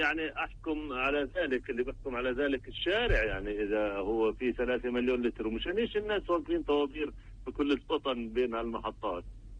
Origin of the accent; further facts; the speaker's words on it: West Bank, Palestine; احنا عندنا بالضفة الغربية